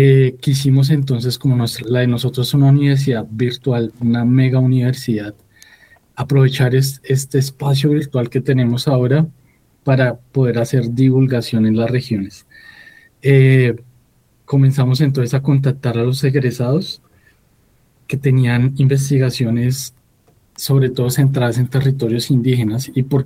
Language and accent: Spanish; Colombia; somos los colombianos